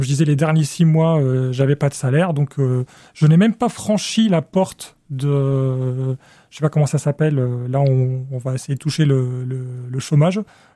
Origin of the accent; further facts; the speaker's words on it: Egypt; Alors, ce qui s'est passé, c'est que j'ai grandi en Égypte et j'ai eu une scolarité qui a été un peu compliquée, enfin même plus que ça.